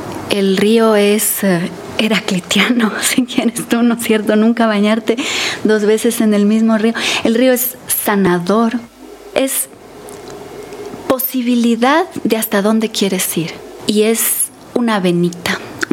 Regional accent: Quito, Pichincha, Ecuador; born there; no puedo sino pensar en el Pichincha, que es mi coloso, porque nací en el DMQ

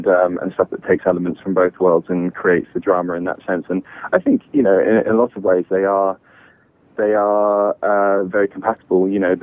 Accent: Bognor Regis, South East England, United Kingdom; It's on the south coast. It's a little place called Bognor Regis. It's a very, very sleepy little seaside town. Gets quite busy during the summer, and then very quiet and empty during the winter. But growing up there was quite interesting, and there wasn't really a lot to do.

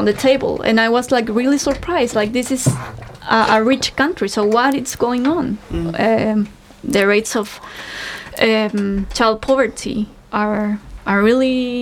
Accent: Chile; now in United Kingdom; I'm from Chile, and I came to the UK...

